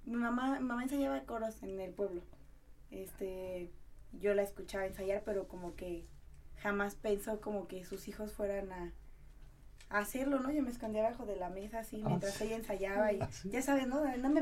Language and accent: Spanish; Charo, Michoacán, Mexico; born there; Nací en Charo.